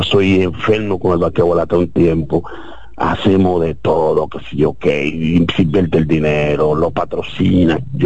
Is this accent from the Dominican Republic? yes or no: yes; Dominican Republic; Somos dominicanos